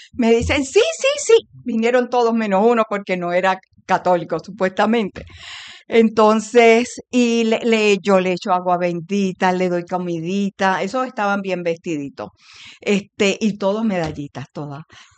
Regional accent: Aguadilla, Puerto Rico; yo soy oriunda de Aguadilla

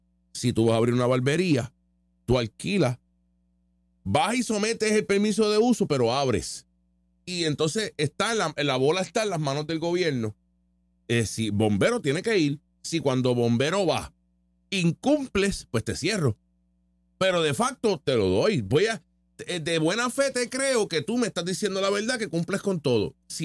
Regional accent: Puerto Rico; ¿Cómo yo evidencio que soy boricua? Porque hablo español.

